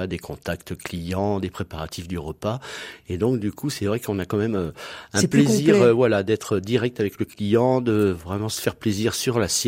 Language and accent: French; Auvergne-Rhône-Alpes, France; 4 années à Paris, oui, je pense que ça suffit quand on est auvergnat.